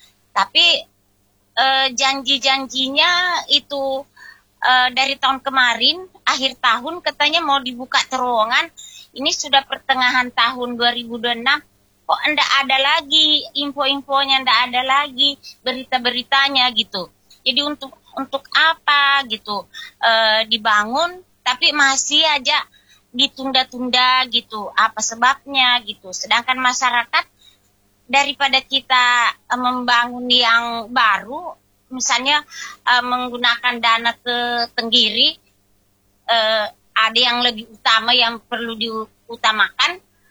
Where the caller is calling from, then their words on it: Samarinda, East Kalimantan, Indonesia; mohon maaf saya sebagai warga Samarinda hanya ingin mengetahui aja dan bertanya gitu ya.